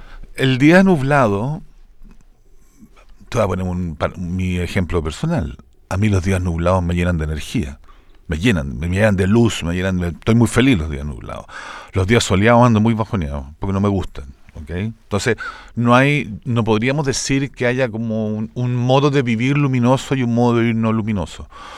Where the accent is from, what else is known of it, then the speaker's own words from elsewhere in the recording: Chile; somos hechos los chilenos.